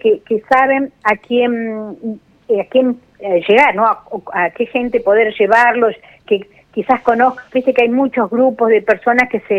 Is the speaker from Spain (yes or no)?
no; Astra, Chubut, Argentina; acá viste que somos de Astra